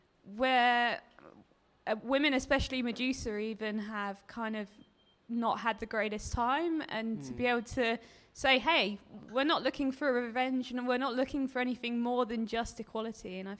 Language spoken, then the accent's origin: English; Brighton, South East England, United Kingdom; Hi there. … I'm an artist from Brighton.